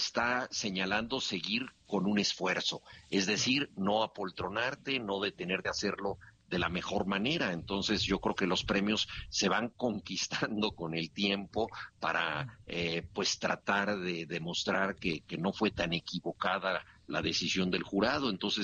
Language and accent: Spanish; Mexico City, Mexico; nuestra ciudad